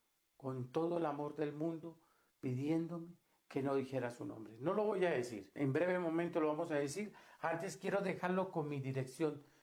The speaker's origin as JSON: {"language": "Spanish", "town": "Catemaco", "region": "Veracruz", "country": "Mexico", "tie": "born or raised there", "said": "Por eso yo estoy aquí, poniendo la cara en alto y diciendo que soy un hijo de Veracruz, de Catemaco, Veracruz"}